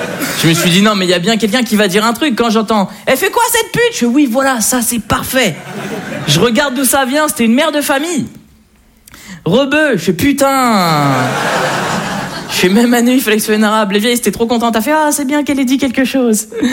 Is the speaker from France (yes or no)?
yes; Le Havre, Normandy, France; also born or lived in Neuilly-sur-Seine; now in Paris, France; je fais du stand-up depuis un moment, moi. Je suis originaire du Havre.